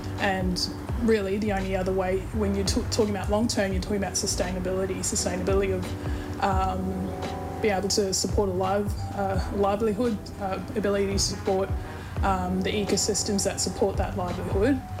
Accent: Portland, Victoria, Australia; moved away; I grew up in Portland in Victoria, and that's a small town which used to have an aluminium smelter operating. So it's a coastal town, has a big port.

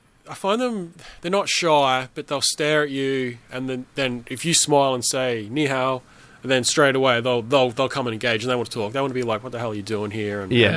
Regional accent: Brisbane, Queensland, Australia; I'm a punk from Brisbane. So I like to think I rebel against that sort of stuff.

